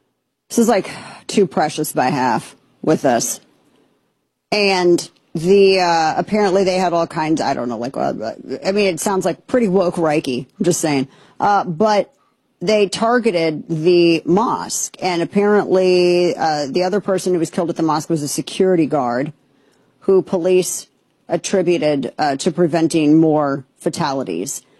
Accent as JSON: {"language": "English", "region": "Missouri", "country": "United States", "said": "who was at one point the AG for my home state, Show Me State of Missouri."}